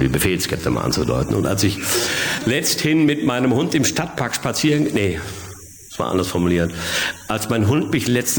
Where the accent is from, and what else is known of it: Bochum, North Rhine-Westphalia, Germany; born or raised there